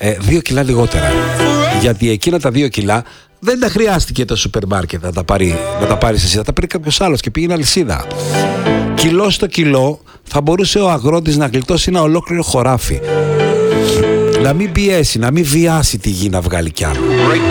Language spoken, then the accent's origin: Greek; Greece; Παλιά ως Έλληνες το θυμάστε